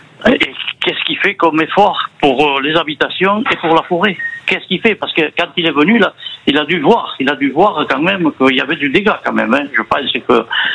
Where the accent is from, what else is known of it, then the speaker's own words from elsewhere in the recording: Le Porge, Nouvelle-Aquitaine, France; born there; Je suis né au Porge.